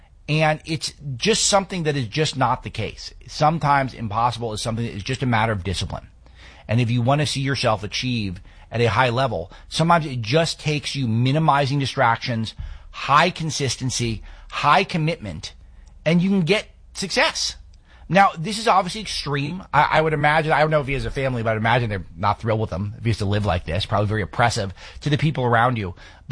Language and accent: English; United States; as a American sports watcher